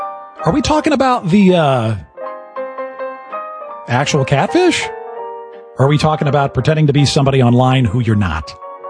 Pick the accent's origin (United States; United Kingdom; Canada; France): United States; I grew up right on the Mississippi River